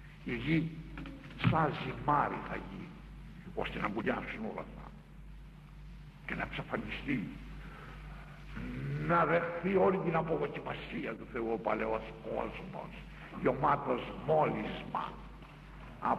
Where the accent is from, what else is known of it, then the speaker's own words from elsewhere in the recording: Corfu, Ionian Islands, Greece; την Κέρκυρα, την πατρίδα μου.